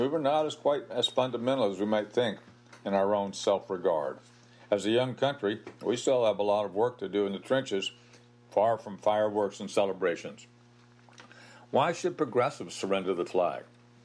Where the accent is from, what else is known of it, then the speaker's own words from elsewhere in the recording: United States; I was raised in the West and South.